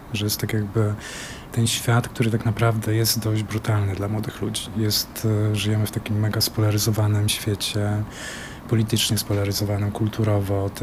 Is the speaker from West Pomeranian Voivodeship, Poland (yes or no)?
no; Ostrowiec Świętokrzyski, Świętokrzyskie Voivodeship, Poland; jakby dla mnie też to było doświadczenie tego wstydu pochodzenia, kiedy zdawałem tutaj na historię sztuki przyjechałem z Ostrowca Świętokrzyskiego w ogóle i nocnym pociągiem na ten egzamin tutaj.